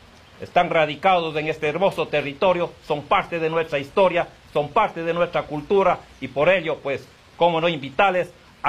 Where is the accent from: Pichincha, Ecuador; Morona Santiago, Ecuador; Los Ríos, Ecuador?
Morona Santiago, Ecuador; Macas